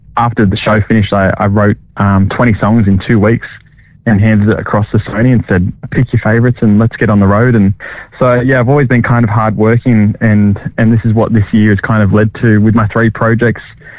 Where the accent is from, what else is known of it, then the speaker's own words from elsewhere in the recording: Cronulla, New South Wales, Australia; Yeah, well, I grew up in Cronulla. I lived there for majority of my life. I only moved up north 3.5 years ago.